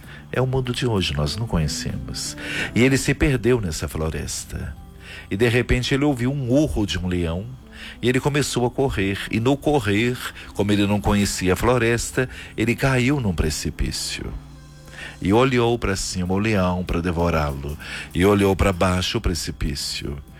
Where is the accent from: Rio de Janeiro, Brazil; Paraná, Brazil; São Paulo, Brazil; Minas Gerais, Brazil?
Minas Gerais, Brazil; Santos Dumont; moved away; lá em Santos Dumont, na minha terra